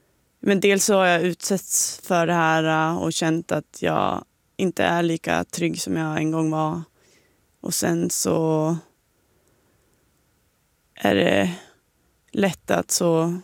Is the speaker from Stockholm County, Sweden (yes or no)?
no; Sollefteå, Västernorrland County, Sweden; moved away; jag kommer liksom från Sollefteå, en liten stad där jag... liksom alltid varit väldigt godtrogen mot människor